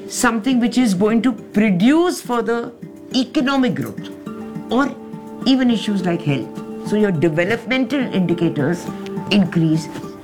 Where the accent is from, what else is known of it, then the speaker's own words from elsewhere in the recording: Philippines; now in Barcelona, Spain; I'm proud of being Filipina, and at the same time, I'm proud of what I achieved here in Barcelona.